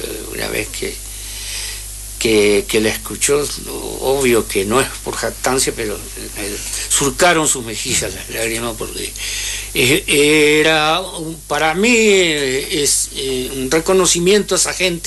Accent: Pronunciamiento, Entre Ríos, Argentina; Yo soy nacido en Pronunciamiento, departamento Concesión del Uruguay.

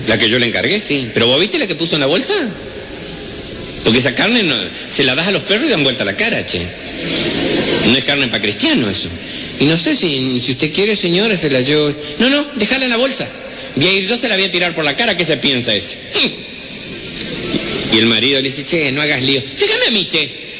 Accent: Chaco, Argentina; Yo no sé si alguna vez les dije que soy del Chaco.

